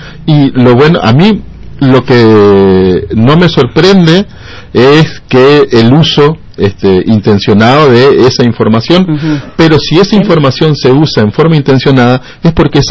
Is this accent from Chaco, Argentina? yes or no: yes; Resistencia, Chaco, Argentina; cada uno de los ciudadanos resistencianos, que somos casi especialistas en eso